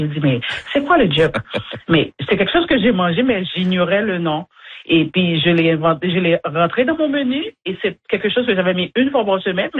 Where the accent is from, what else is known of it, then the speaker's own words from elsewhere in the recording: Montreal, Quebec, Canada; moved away as an adult; now in Acadia, Canada; Moi personnellement, quand j'arrivais en Acadie, c'est loin de Montréal. Je viens de Montréal en plus.